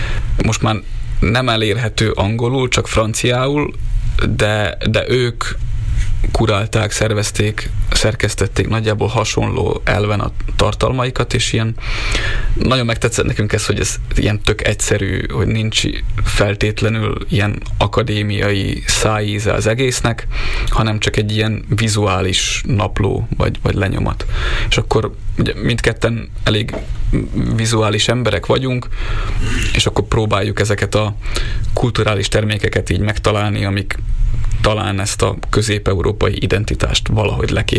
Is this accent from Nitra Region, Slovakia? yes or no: no; Trnava Region, Slovakia; én is inkább így, így csallóköziként hivatkoznék magamra